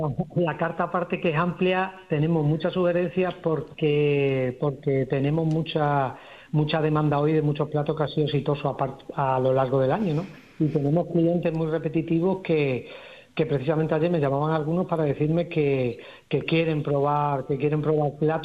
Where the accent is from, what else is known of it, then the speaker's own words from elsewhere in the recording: Fregenal de la Sierra, Extremadura, Spain; por Fregenal, porque soy fregenense.